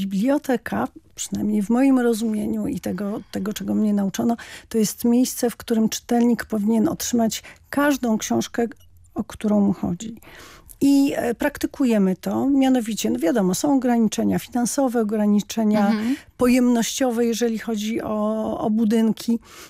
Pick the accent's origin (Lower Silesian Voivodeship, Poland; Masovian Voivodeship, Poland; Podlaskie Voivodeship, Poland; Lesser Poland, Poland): Lower Silesian Voivodeship, Poland; Wrocław; moved away; jestem rodowitą wrocławianką.